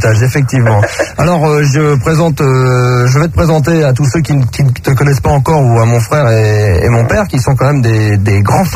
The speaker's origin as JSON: {"language": "French", "town": "Versailles", "region": "Île-de-France", "country": "France", "tie": "born there", "said": "Je suis né aux Franciscaines, t'as qu'à y aller, vous y allez tous demain."}